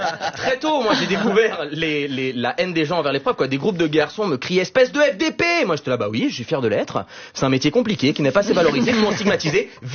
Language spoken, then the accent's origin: French; Switzerland; en tant que Suisse, ça me déplaît pas.